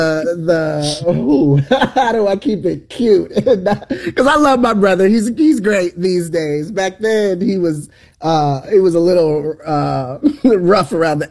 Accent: Cleveland, Ohio, United States; born there; also born or lived in Chicago, Illinois / Pomona, California / Atlanta, Georgia; So I grew up mostly between Chicago and Cleveland, spending summers in Cleveland, Ohio, as an elementary school and I had a short stint. My dad got remarried to my stepmom and lived in Atlanta for a little bit. But I was full time in Cleveland as a high school student.

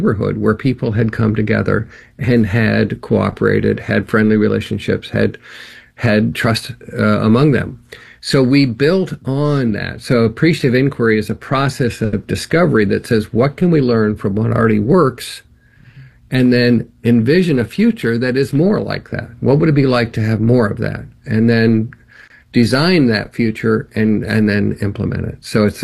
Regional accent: Indiana, United States; born or raised there

